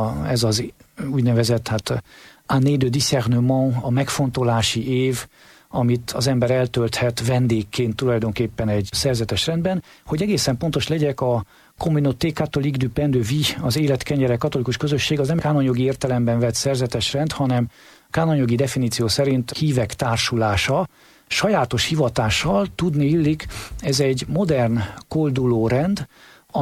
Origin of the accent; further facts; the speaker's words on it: Veszprém, Veszprém County, Hungary; Veszprémi gyerek vagyok